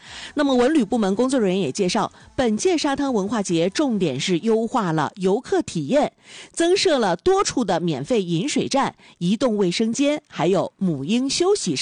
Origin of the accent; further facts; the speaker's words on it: Dalian, Liaoning, China; 用咱大连的本土方言形容叫撇了撇了的